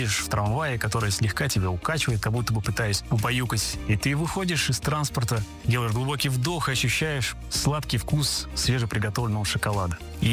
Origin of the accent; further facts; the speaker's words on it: Pokhvistnevo, Samara Oblast, Russia; За детство и школьные годы, проведенные в моей малой родине, в Похвистнево, в этом прекрасном городке с прекрасными парками и свежим ветром в лицо.